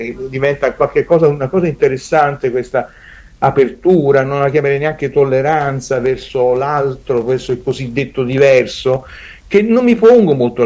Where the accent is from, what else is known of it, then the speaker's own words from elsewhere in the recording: Lazio, Italy; also born or lived in Naples; io sono nato a Napoli, a cui sono molto legato, sono cresciuto in provincia, come dicevo, tra Latina e Sabaudia, ma sono nato a Napoli, sono molto legato a Napoli